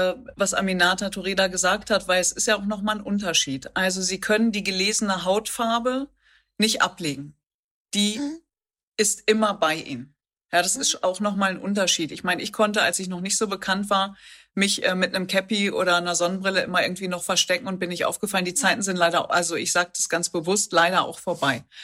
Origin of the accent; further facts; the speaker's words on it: North Rhine-Westphalia, Germany; ich komme aus dem Pott.